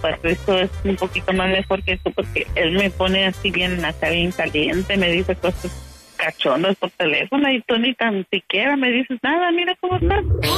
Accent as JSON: {"language": "Spanish", "region": "Veracruz", "country": "Mexico", "said": "Yo soy jarocha, yo soy de tierra caliente, soy fogosa."}